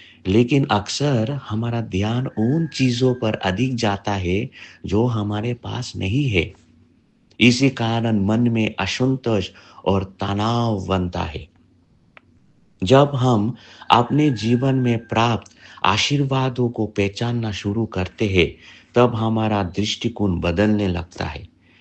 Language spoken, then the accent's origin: Hindi; Haflong, Assam, India; आसाम का एक छोटे से सुंदर शहर हाफलॉन्ग का निवासी हूँ।